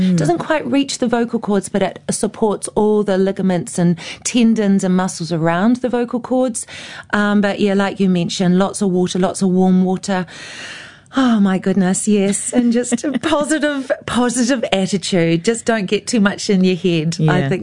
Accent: New Zealand; I've come all the way from New Zealand

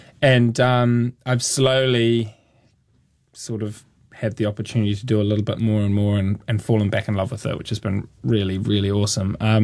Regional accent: Christchurch, Canterbury, New Zealand; I'm from Christchurch, but, I have family friends who are farmers, and we spend a lot of our time in like rural Otago and places like that.

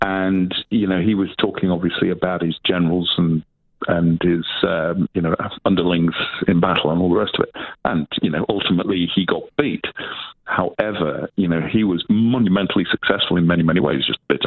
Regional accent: New Zealand; love the country, love being here. I love being a Kiwi.

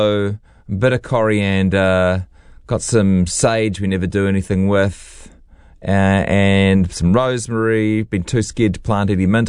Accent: Hamilton, Waikato, New Zealand; when I was growing up in Hamilton

